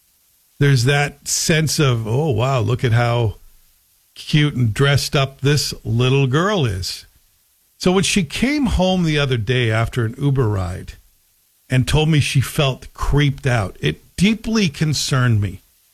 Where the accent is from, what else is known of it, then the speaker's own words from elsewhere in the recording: Canada; Anyway, I was proud to see a fellow Canadia